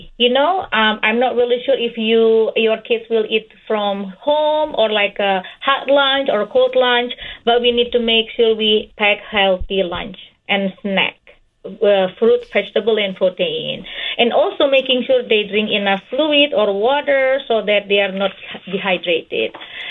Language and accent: English; Indonesia; English is a second language; moved away as an adult; But I grew up in Indonesia. I did my medical school there and I did my residency here.